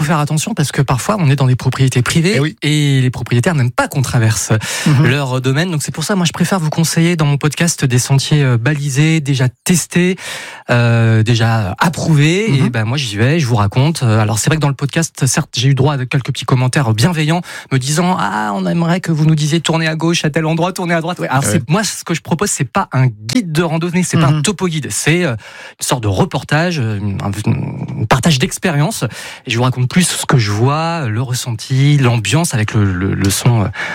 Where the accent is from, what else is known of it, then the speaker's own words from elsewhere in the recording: Hauts-de-France, France; moved away as an adult; also born or lived in Paris; now in Aix-en-Provence, France; quand je suis arrivé dans la région, alors, c'est pas un secret, j'ai pas l'accent. Donc, certains, les auditeurs les plus fidèles savent que j'ai grandi en Picardie, dans l'Oise. Alors, dans l'Oise, il y a des forêts et des champs de betteraves. Donc, c'est pas un coin à randonner. Études à Paris.